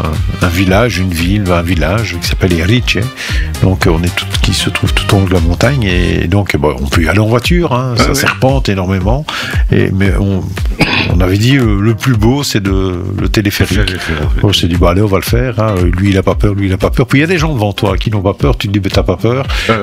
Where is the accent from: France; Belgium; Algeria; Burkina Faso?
Belgium; chez nous en Belgique.